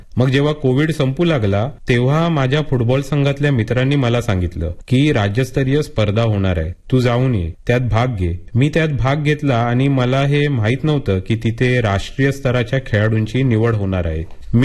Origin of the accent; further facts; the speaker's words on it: Chhattisgarh, India; मी 200 metre आणि 400 मीटरचा national record holder आहे आणि मी छत्तीसगडचा रहिवासी आहे सर. आणि मी सध्या ओडिशाकडून खेळतो.